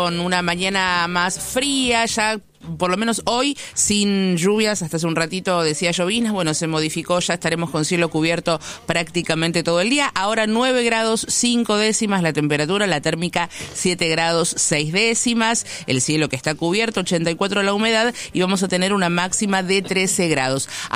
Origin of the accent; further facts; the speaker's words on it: Argentina; a nosotros, digo, como argentinos